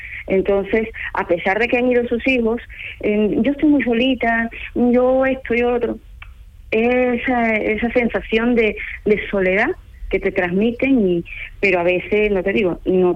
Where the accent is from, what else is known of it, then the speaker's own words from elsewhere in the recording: Ecuador; now in Spain; Ecuatoriana. Yo soy ecuatoriana, nacida en Ecuador. Y llevo aquí desde el 2003 en España.